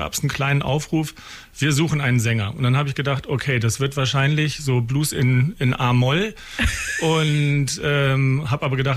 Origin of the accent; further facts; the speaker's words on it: Lower Saxony, Germany; Als Niedersachse ist man ja sturmfest und erdverwachsen